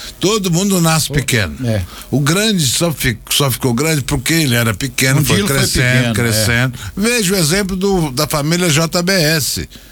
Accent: Buriti, Maranhão, Brazil; O Cerrado é quando eu era garoto lá em Buriti, o cerrado ali é muito pouco.

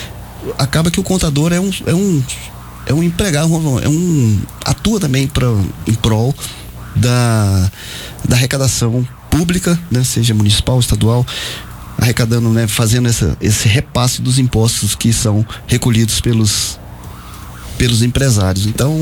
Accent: Alagoas, Brazil; moved away; Você vê, eu sou alagoano, mas...

